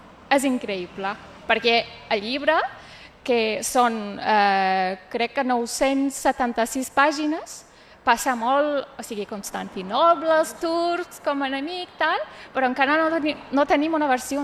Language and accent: Catalan; Istanbul, Turkey; Catalan is a second language; moved away as an adult; now in Catalonia, Spain; Jo sóc d'Istanbul, de Turquia.